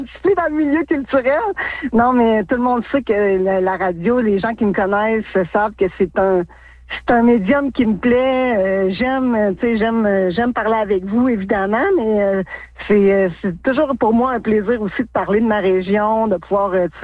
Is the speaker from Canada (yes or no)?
yes; La Sarre, Quebec, Canada; Oui, moi, je suis originaire de la Sarre. J'ai grandi toute ma jeunesse jusqu'à mon secondaire 5 à la Sarre.